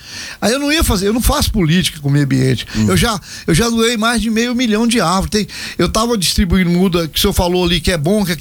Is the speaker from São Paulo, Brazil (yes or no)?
no; Porangatu, Goiás, Brazil; born there; moved away; Aí eu, aí lá em Porongatu, meu aniversário, meu presente, a minha avó me dava era rapadura.